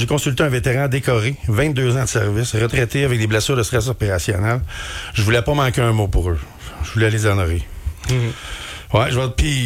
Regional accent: Quebec, Canada; first language French; moi, en plus, je suis un Québécois

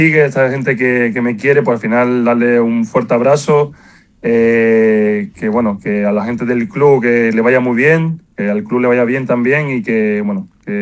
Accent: Canary Islands, Spain; mi mayor ilusión era estar en mi isla, en mi tierra

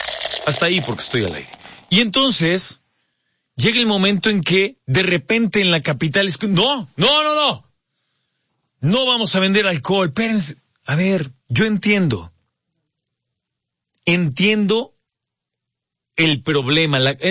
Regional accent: Mexico; sobre todo como mexicanos

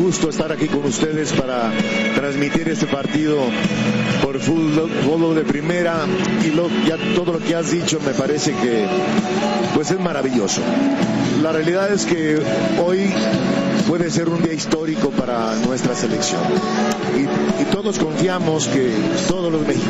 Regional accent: Mexico; pero confiamos, somos los mexicanos, somos así, confiamos mucho en nuestros jugadores

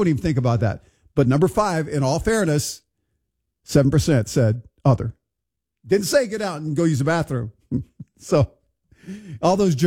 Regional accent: Houston, Texas, United States; Growing up in Houston, Texas, we used to sneak into somebody's apartment complex and swim.

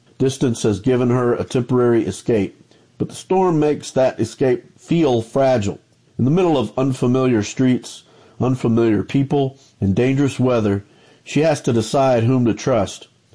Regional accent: Goodwell, Oklahoma, United States; from Goodwell, Oklahoma, for the HPPR Radio Readers

